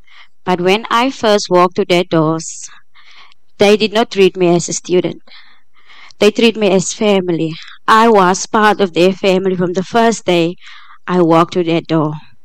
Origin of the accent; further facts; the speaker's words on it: Schoemanshoek, Western Cape, South Africa; I'm from Schoemanshoek.